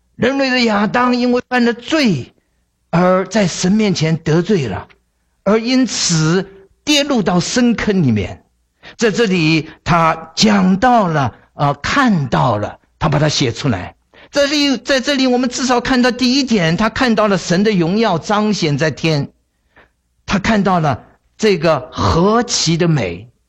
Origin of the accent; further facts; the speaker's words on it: China; 我们中国人